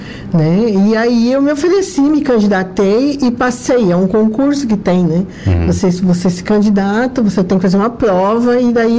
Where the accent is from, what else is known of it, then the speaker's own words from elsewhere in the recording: São Paulo, Brazil; now in Santa Catarina, Brazil; Eu sou paulista